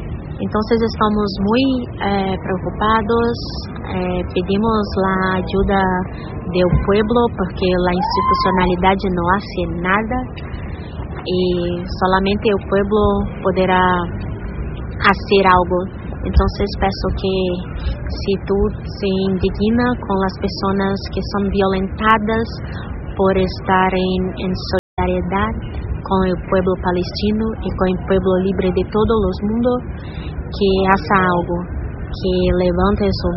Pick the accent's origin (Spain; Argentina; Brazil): Brazil; Spanish is a second language; brasileña, abogada de derechos humanos